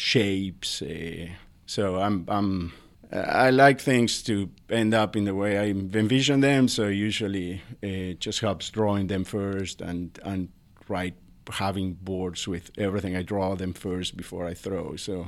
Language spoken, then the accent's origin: English; Patagonia, Argentina; moved away; My family, we are from Argentina. My daughters were born there too. And we are from the southern part of the country, from Patagonia.